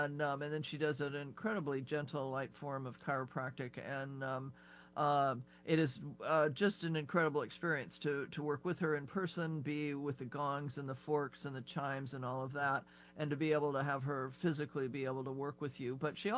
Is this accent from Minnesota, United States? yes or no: no; Chicago, Illinois, United States; born there; moved away; the city of my birth, I was born in Chicago.